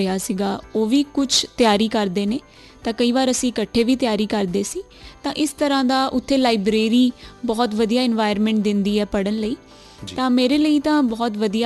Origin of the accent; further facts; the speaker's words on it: Rajpura, Punjab, India; also born or lived in Chandigarh; ਮੈਂ ਪਟਿਆਲਾ ਜ਼ਿਲ੍ਹੇ ਤੋਂ ਬਿਲੋਂਗ ਕਰਦੀ ਹਾਂ। ਰਾਜਪੁਰਾ ਸ਼ਹਿਰ ਦੇ ਨੇੜੇ ਪਿੰਡ ਮਦਨਪੁਰ, ਉੱਥੋਂ ਦੀ ਮੈਂ ਰਹਿਣ ਵਾਲੀ ਹਾਂ